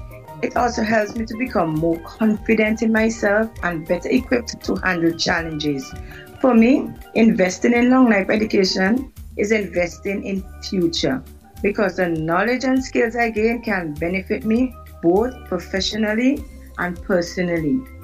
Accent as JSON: {"language": "English", "town": "Green Hill", "country": "St. Vincent & Grenadines", "said": "I'm from Green Hill, St. Vincent and Grenadines, a mother of three, including one adopted."}